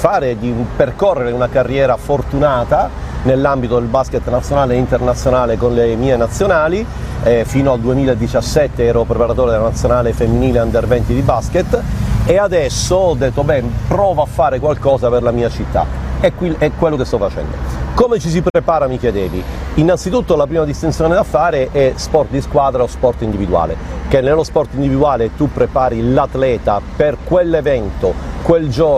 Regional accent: Taranto, Apulia, Italy; da tarantino come te

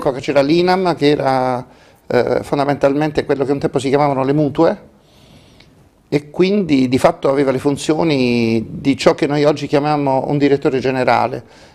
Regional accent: Barletta, Apulia, Italy; born there; also born or lived in Taranto; No, io sono nato a Barletta da genitori di Andria, andriesi.

